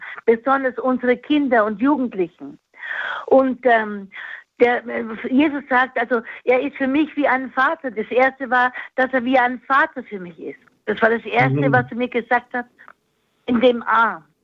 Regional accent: Nuremberg, Bavaria, Germany; Ich komme aus Nürnberg, ja.

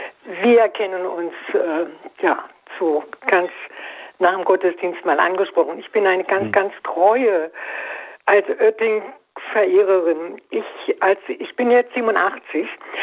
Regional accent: Altötting, Bavaria, Germany; Also Altötting ist einfach meine Heimat.

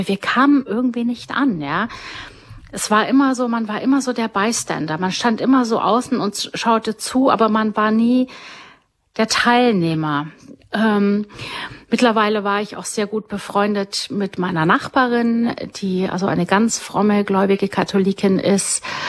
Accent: Bavaria, Germany; moved away as an adult; also born or lived in United States; now in Rhineland, Germany; berufsbedingt durch meinen Mann, kamen hier ins Rheinland. Das war mir als Bayer irgendwie alles ganz fremd.

